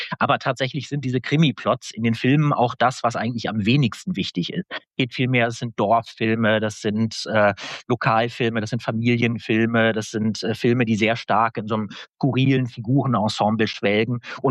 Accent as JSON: {"language": "German", "region": "Northern Germany", "country": "Germany", "tie": "born there", "said": "Naja, also ich sag mal so, ich bin eigentlich gebürtiges Nordlicht, bin aber bis jetzt immer noch ganz gut mitgekommen."}